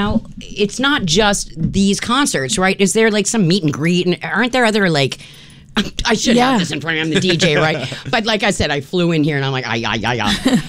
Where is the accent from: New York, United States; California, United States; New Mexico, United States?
New York, United States; New York City; moved away; I'm from New York City.